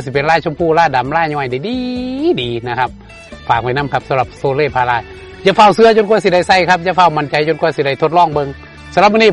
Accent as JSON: {"language": "Thai", "region": "Buriram", "country": "Thailand", "said": "ผมเป็นคนบุรีรัมย์ว่าคอยได้เบาไทยเลยวันนี้"}